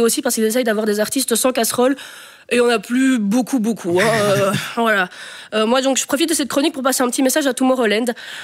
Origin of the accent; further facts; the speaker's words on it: Namur, Wallonia, Belgium; Moi, je suis d'Amiroise